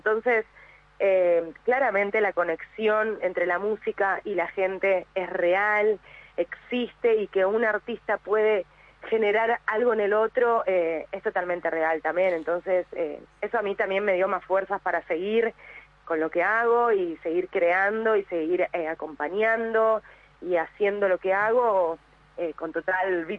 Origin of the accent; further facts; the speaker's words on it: Buenos Aires, Argentina; tengo mi parte rockera que siempre fui así, yo soy porteña, así que bueno, nada, me gusta todo lo que es el rock.